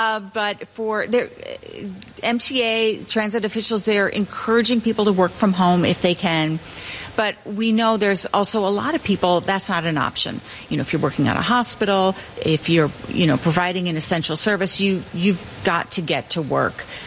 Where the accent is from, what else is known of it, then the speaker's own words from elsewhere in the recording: Midwest, United States; now in New York City, United States; We are very much a car culture, and I grew up in the Midwest, and for most Americans, it just isn't common to get on a train